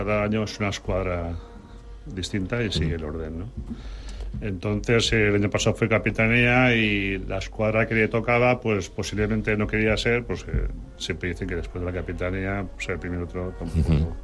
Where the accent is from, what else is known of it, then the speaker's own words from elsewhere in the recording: Valencia, Valencian Community, Spain; yo soy de Valencia, trabajo en Valencia y vivía en Valencia.